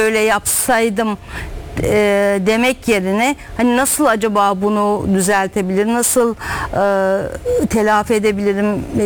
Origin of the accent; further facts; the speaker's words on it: Uşak, Turkey; ki Anadolu'dan gelen, biz Uşaklıyız.